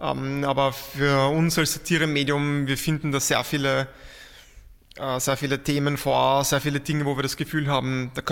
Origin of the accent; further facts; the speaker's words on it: Vienna, Austria; da meine ich so, jetzt auch als Wiener, denke ich, so einen Wiener Schmäh.